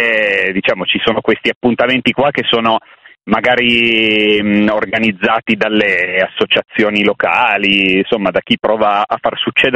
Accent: Piedmont, Italy; accent: Piedmontese; also born or lived in Montechiaro d'Asti; now in Milan, Italy; con il mio accento piemontese che mi porto dietro

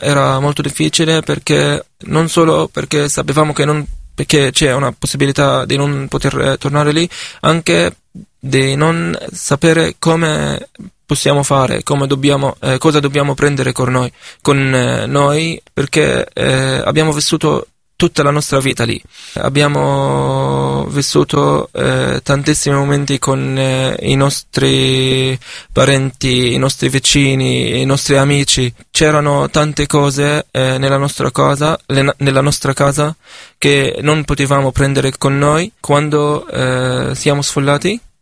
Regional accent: Rafah, Gaza Strip, Palestine; moved away; sono nato e cresciuto a Rafah, ho vissuto tutta la mia vita lì. Solo durante la guerra di 2014 avevamo bisogno di uscire da lì, sfollare

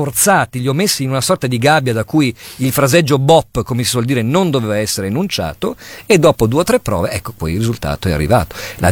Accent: Udine, Friuli-Venezia Giulia, Italy; born there; No, sono nato all'est, sono nato a Udine.

